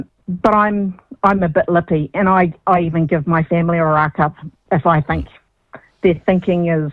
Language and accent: English; Tolaga Bay, Gisborne, New Zealand; From Uwala, Tolaga Bay, Gisborne.